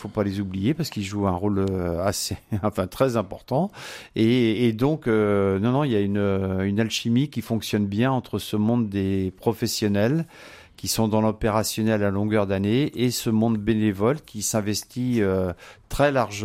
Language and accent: French; Saint-Malo-du-Bois, Pays de la Loire, France; moi, j'habite Saint-Malo-du-Bois. J'ai 66 ans, donc je suis né à Saint-Malo-du-Bois. Et effectivement, je suis toujours resté dans cette commune